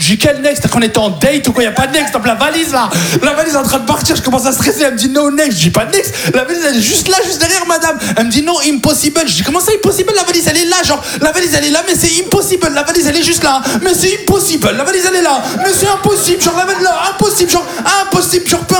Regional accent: France; je lui dis, je suis français.

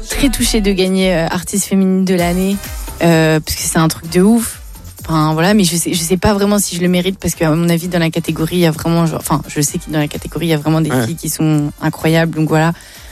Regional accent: Nice, Provence-Alpes-Côte d'Azur, France; peut-être qu'il y a plein de gens qui savent pas que, en fait, je suis du Sud de la France et que je suis vraiment genre une meuf de Nice.

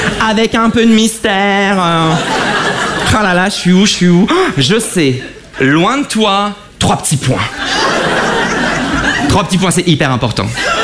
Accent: Avion, Hauts-de-France, France; born there; je suis né dans le Pas-de-Calais, dans un village qui s'appelle Avion, près de Lens.

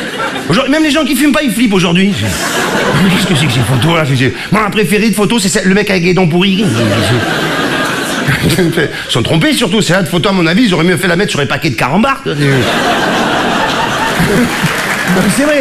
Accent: Marseille, Provence-Alpes-Côte d'Azur, France; now in Paris, France; quand je suis arrivé à Paris, mec d'Arrive du Sud, j'étais marseillais

